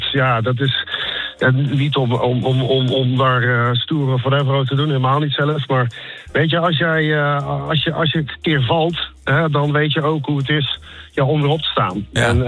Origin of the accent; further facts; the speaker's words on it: Waalwijk, North Brabant, Netherlands; Ja, ik was een schuchtere Brabantse jongen, inderdaad, geboren en getogen in Waalwijk.